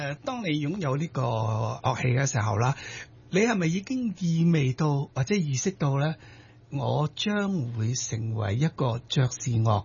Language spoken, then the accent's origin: Cantonese; Chaozhou, Guangdong, China; 我是潮州人。我係潮州人。